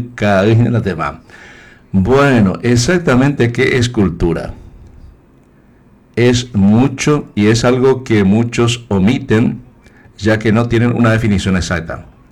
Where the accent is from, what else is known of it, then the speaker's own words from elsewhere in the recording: Paraguay; born there; yo soy paraguayo, nací en esta tierra. ¿Y cuál es mi identidad como culturalmente hablando? Es esa. Manejo el guaraní, el yopará y el español.